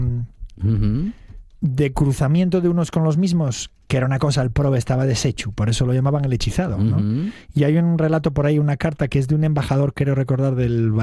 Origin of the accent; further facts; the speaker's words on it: Oviedo, Asturias, Spain; yo soy de Oviedo y siempre lo pensé